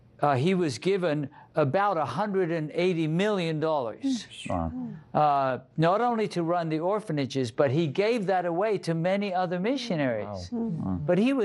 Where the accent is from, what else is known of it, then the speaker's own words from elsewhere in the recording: Bristol, South West England, United Kingdom; I grew up in Bristol, England. That's on the west coast of England.